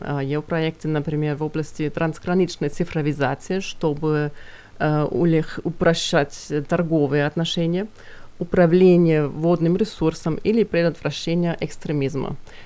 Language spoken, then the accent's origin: Russian; Bavaria, Germany; Russian is a second language; now in Kyrgyzstan; Я сама из Баварии, ну, я из севера Баварии, из региона Франкония.